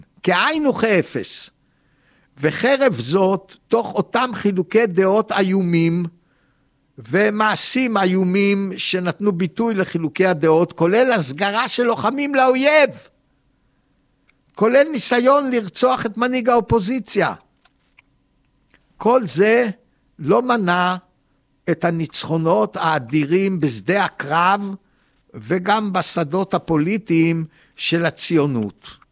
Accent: Tel Aviv, Tel Aviv District, Israel; אני גדלתי בצפון תל אביב, כאילו האזור יחד עם עוד כמה הכי מסגשגים והכי טובלים בכל טוב

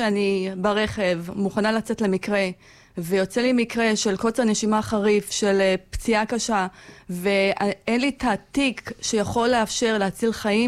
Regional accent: Beit Shemesh, Jerusalem District, Israel; אני החובשת הכי פעילה בארץ, אני מבית שמש.

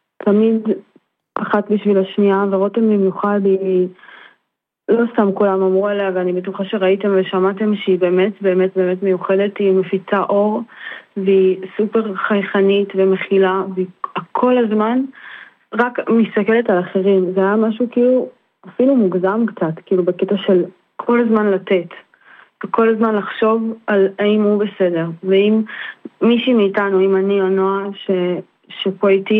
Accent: Givat Ada, Haifa District, Israel; גדלנו ביחד בגבעת עדה, וסיימנו בית ספר יסודי ביחד בגבעת עדה, ותיכון

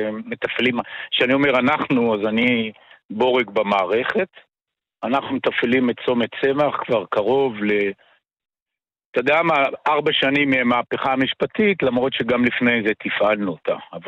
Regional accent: Jordan Valley, Northern District, Israel; also born or lived in Ashdod; אני יליד עמק הירדן, נולדתי באשדוד וגר בכנרת.

